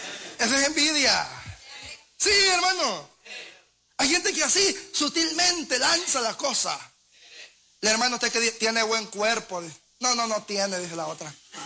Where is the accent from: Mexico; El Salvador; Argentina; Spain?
El Salvador; Así como nosotros, que no somos nativos propios del Salvador, no somos.